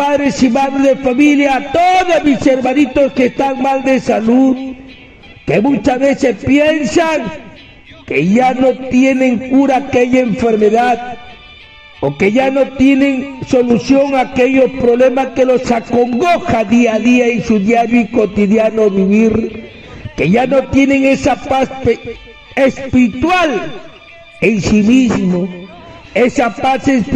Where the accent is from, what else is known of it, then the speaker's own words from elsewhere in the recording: Huancabamba, Piura, Peru; como lo llamo en mi tierra, Huancabamba, la tierra conocida como la tierra que camina.